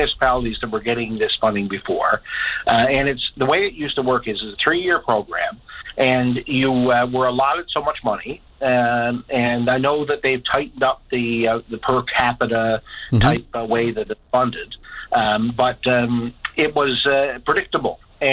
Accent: Corner Brook, Newfoundland and Labrador, Canada; my hometown and in Cornerbrook

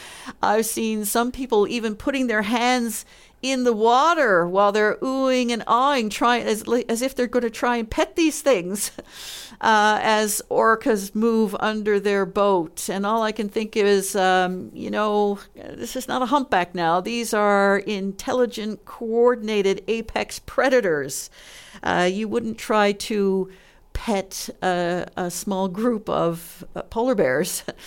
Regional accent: Newfoundland and Labrador, Canada; me being a Newfoundlander

